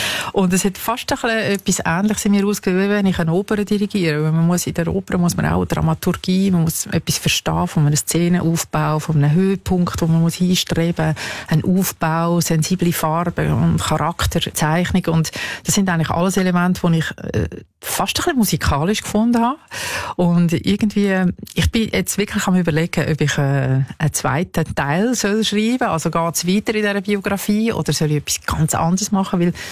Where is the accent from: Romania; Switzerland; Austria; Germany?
Switzerland; in meinem Geburtsort Schweiz, wo ich aufgewachsen bin